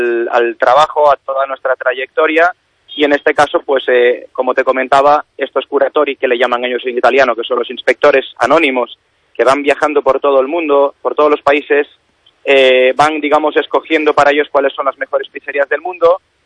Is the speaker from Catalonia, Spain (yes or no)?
yes; Catalonia, Spain; also born or lived in Santiago de Compostela, Galicia; Yo soy de Santiago, de nacimiento, pero mis padres son gallegos también, emigraron a Cataluña. Entonces yo me crié en Cataluña, y lo típico de muchos inmigrantes gallegos que estábamos en el extranjero, en mi caso, pues yo todos los veranos y las navidades las pasaba en Galicia con mi familia.